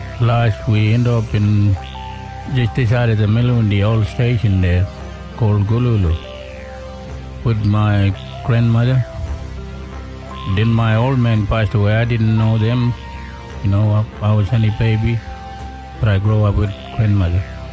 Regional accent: Western Australia, Australia; I was born in River Gulbago in outside the New Napier on that limestone range. That's where I was born. There was no house, no doctor. I was born in bush.

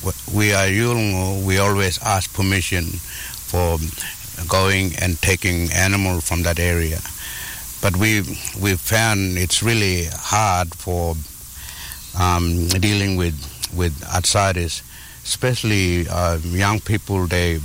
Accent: Northern Territory, Australia; But I'm from Central Arnhem Land. I live in my homeland

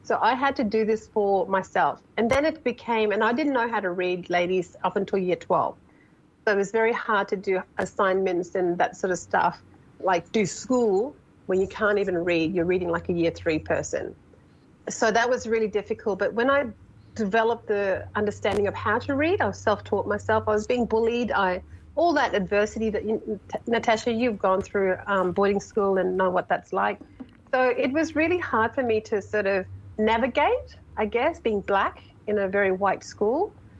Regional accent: Wyndham, Western Australia, Australia; I'll go right back to being a kid in Wyndham, because a lot of people may not know that I grew up in Wyndham and the East Kimberley, but family know me.

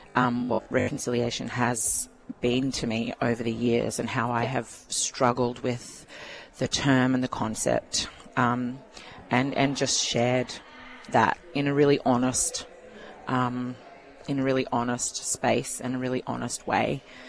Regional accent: Canberra, Australian Capital Territory, Australia; I grew up in Canberra, and so I was quite often the only brown person in the room

